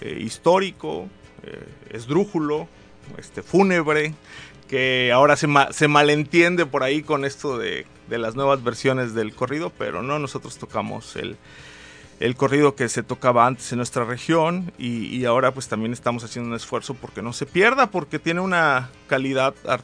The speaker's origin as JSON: {"language": "Spanish", "town": "Chilpancingo", "region": "Guerrero", "country": "Mexico", "also_born_or_lived": "Guanajuato", "moved": "as an adult", "said": "yo soy de Chilpancingo, mi mamá es de Papanoa, la Costa Grande, mi papá es de la Sierra, que emigraron pues de hace muchos años, llevan toda la vida. Ellos llegaron desde muy chicos a Chilpancingo"}